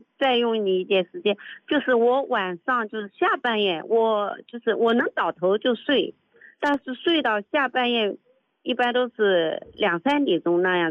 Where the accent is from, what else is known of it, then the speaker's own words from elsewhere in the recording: Ningbo, Zhejiang, China; 我是宁波的，然后宁波这边中医院还是哪里，就是有好一点的。